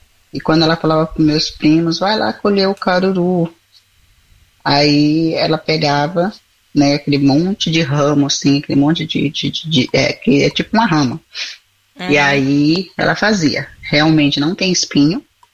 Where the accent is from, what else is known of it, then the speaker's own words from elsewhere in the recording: São Paulo, Brazil; also born or lived in Bahia; Eu nasci na Bahia, fui pra São Paulo com 3 anos. Então, eu sempre falo que eu sou baiana de nascimento e paulista de criação.